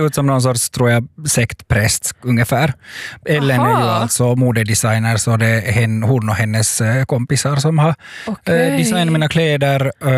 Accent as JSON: {"language": "Swedish", "town": "Kirkkonummi", "region": "Uusimaa", "country": "Finland", "tie": "born or raised there", "said": "Och så är det ju fint för att det är Kyrkslätt, min hemkommun, Big Up 02400."}